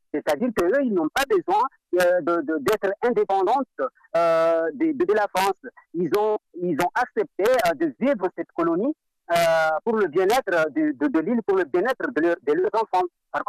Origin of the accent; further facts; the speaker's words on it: Mohéli, Comoros; born there; moi je suis né à Moueli, mais j'ai un cousin qui habite à Mayotte